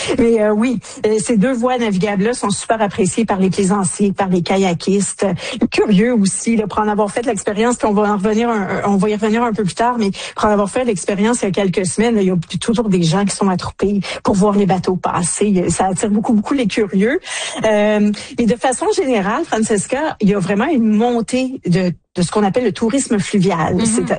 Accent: Ontario, Canada; Bien, c'est le même concept qui s'applique chez nous en Ontario.

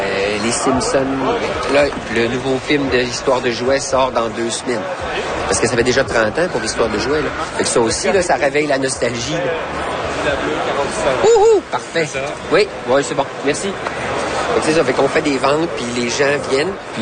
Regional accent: Chicoutimi, Quebec, Canada; Moi, j'ai 45 ans. Je suis originaire de Chicoutimi, au Saguenay-Lac-Saint-Jean.

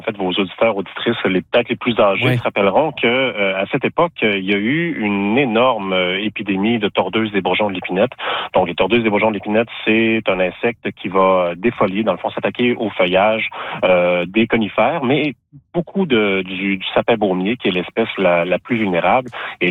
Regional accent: Quebec, Canada; Moi, je viens de la région du Bas-Saint-Laurent.

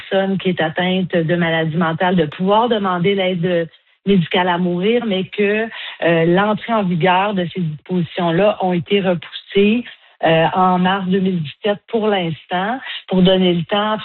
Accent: Quebec, Canada; chez nous, au Québec

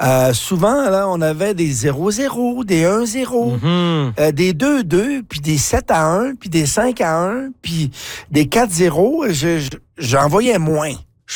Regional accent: Quebec, Canada; now in Manitoba, Canada; moi, c'est intéressant parce que quand je suis arrivé au Manitoba du Québec en 1996

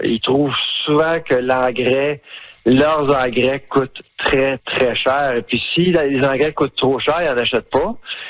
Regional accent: Saskatchewan, Canada; que ce soit chez nous, en Saskatchewan, ou bien au Bélarus.

